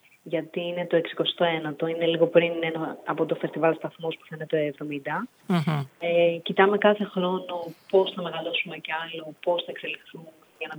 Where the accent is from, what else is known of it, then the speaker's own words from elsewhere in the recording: Thasos, Eastern Macedonia and Thrace, Greece; εγώ είμαι και από τη Θάσο.